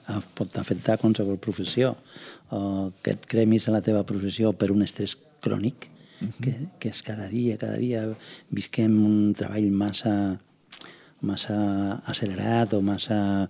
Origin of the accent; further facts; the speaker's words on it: Granada, Andalusia, Spain; now in Catalonia, Spain; jo soc un emigrant, jo soc d'Andalús, jo soc de Granada, i això, clar, jo l'he viscut, la migració l'he viscuda